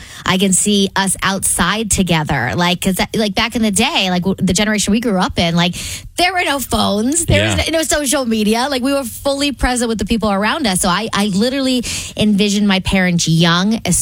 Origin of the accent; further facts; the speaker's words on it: New Jersey, United States; now in Las Vegas, United States; it takes me back to growing up in New Jersey. That's where I was born and raised the majority of my life.